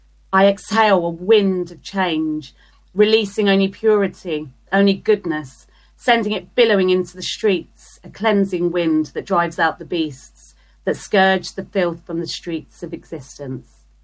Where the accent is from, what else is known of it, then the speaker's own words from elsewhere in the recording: London, United Kingdom; now in Brighton, United Kingdom; As much as I'm from South London, I will never, ever live there ever again. Sorry, South London. I am South London. That's in my bones. That's in my heart.